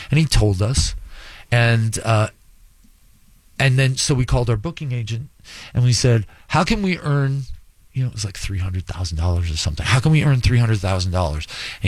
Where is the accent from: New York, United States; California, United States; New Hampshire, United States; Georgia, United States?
New York, United States; Buffalo; So I want to go back because I connect with those people because I'm from Buffalo.